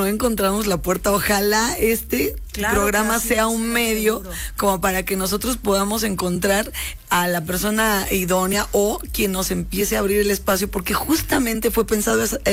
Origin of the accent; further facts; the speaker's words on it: Puebla, Mexico; los cuatro somos poblanos